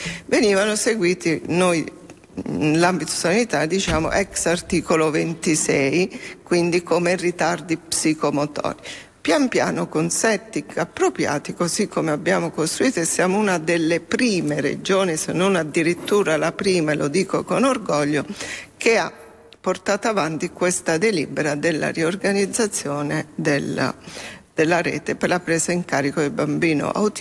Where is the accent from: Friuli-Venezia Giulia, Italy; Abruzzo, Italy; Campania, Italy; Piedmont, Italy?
Abruzzo, Italy; essendo abruzzese, portai in Abruzzo quella formazione agli operatori nuova.